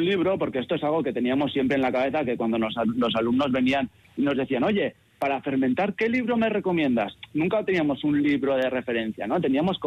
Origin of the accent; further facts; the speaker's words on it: Pamplona, Navarre, Spain; por lo menos yo que soy de Pamplona, como súper típico hacer una compota, ¿no?